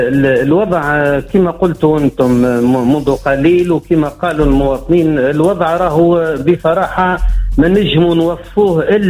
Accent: Tunisia; احنا كدولة تونسية

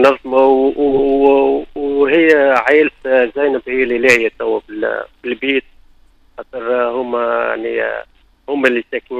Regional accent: Tunisia; ونحن يعني زائرين من تونس

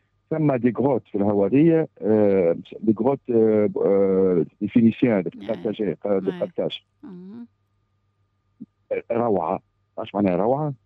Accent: Tunisia; moved away; وعشت في أوروبا اللي معناها مش شغلة أخرى، فهمت، من الإكستريم للإكستريم، وعندي بلادي في الوسط

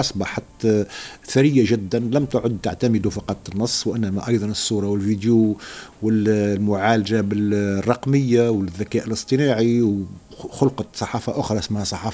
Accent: Tunisia; بعت لكم قائمة أخبار تهمنا كتونسيين،

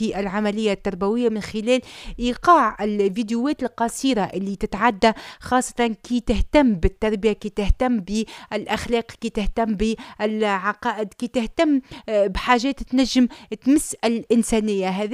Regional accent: Tunisia; اللي وظفناه احنا كمجتمع تونسي بطريقة خاطئة.

